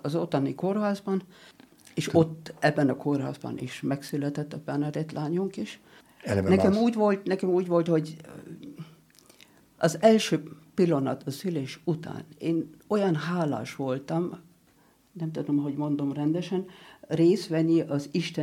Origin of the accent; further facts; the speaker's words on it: Bavaria, Germany; Hungarian is a second language; Én bajor.